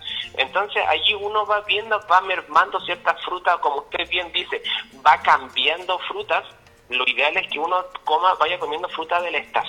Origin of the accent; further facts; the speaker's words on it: Vallenar, Atacama, Chile; now in Coquimbo, Chile; yo vivo, soy de Vallenar, vivo en Coquimbo, La Serena